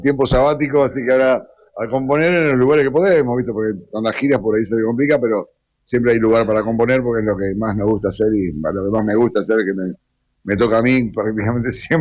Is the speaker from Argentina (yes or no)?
yes; San Nicolás de los Arroyos, Buenos Aires Province, Argentina; Yo soy de San Nicolás. Así que viajo cerca de seguido acá a Rosario